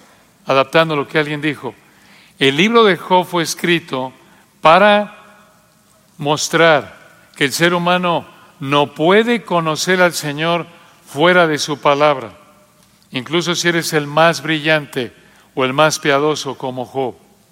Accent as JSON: {"language": "Spanish", "region": "Mexico City", "country": "Mexico", "tie": "born or raised there", "said": "Cuando era niño, yo recuerdo allá en la Ciudad de México, los compañeros en la escuela"}